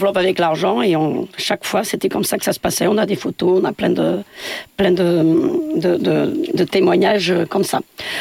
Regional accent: Santa Comba, Viseu, Portugal; puisque moi je suis originaire donc du Portugal. Je viens d'un petit village où tout le monde s'entraide.

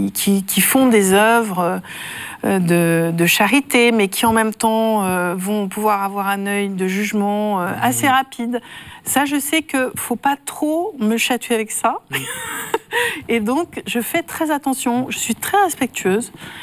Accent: Nancy, Grand Est, France; Et puis toute cette société bourgeoise qui, à Nancy, ma ville natale, qui prétendait être catholique

